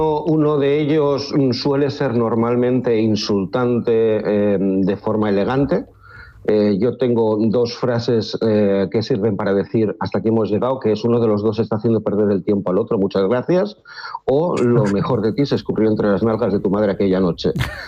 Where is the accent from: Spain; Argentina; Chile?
Spain; Basque Country; yo como buen vasco te digo